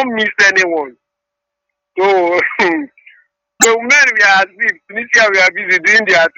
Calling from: Ashanti, Ghana; I'm calling from Asha.

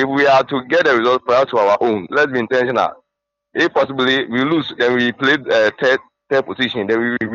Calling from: Accra, Greater Accra, Ghana; I'm calling from Tesano.

